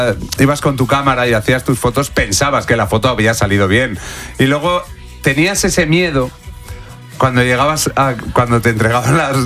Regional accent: Salamanca, Castile and León, Spain; yo soy de Salamanca.

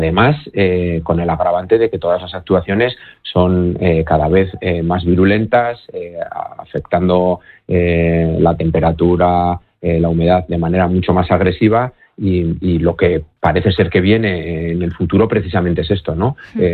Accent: Navarre, Spain; una comunidad como Navarra, que somos pioneros en otro montón de cosas y tenemos los recursos suficientes para acometer esto

